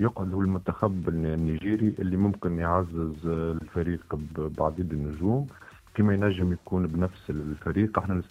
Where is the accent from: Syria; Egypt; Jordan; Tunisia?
Tunisia; كنا نطالبوا بالنافذه هذه باش تكون موجوده عندنا في تونس